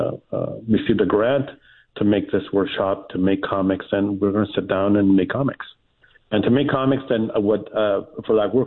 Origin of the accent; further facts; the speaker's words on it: Rosarito, Baja California, Mexico; moved away; When I grew up in Rosarito Beach back in the 70s and 80s